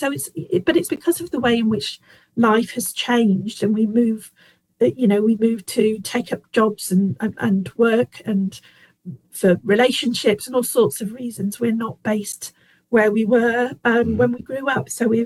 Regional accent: Yorkshire and the Humber, United Kingdom; now in Kent, United Kingdom; originally from North Yorkshire, but I'm living in Kent at the moment, and have been for a long, long time.

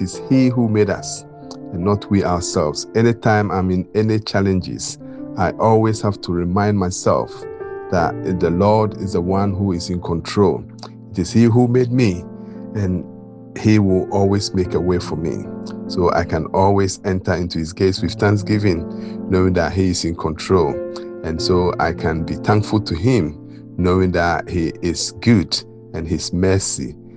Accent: Mitcham Junction, London, United Kingdom; from Mitcham Junction, and one of my favorite psalms is Psalm 100

